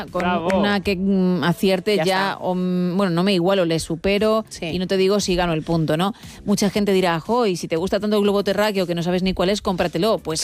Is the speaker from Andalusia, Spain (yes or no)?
no; Madrid, Community of Madrid, Spain; born there; No, nací en Madrid.